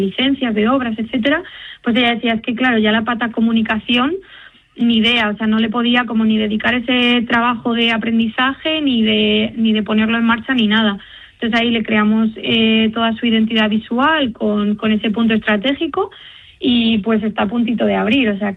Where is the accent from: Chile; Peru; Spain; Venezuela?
Spain; Castile and León; pues sería una marca que también es de un pueblo de la zona del Valle del Tietar, que es de donde soy yo